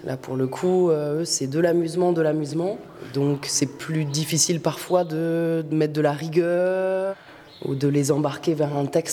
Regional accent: Paris, Île-de-France, France; moved away as an adult

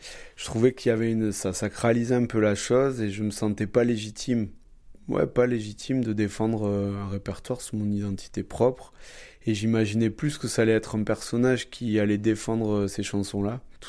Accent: Toulouse, Occitanie, France; moved away as an adult; now in Rabastens, France; Moi, je suis né à Toulouse. J'ai toujours grandi à Toulouse. J'ai vécu à Toulouse.

